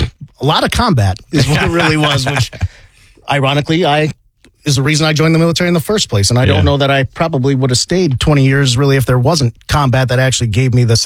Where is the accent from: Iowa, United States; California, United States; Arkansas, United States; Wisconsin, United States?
Iowa, United States; Denison; now in Kansas City, United States; originally from the small town of Denison, Iowa, out in the west side of Iowa.